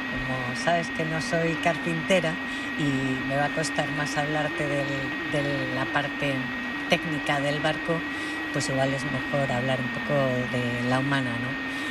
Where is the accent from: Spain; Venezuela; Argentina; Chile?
Spain; Cáceres, Extremadura; Yo soy de Cáceres y aquí estoy, y ha sido un movimiento enorme también, ¿no?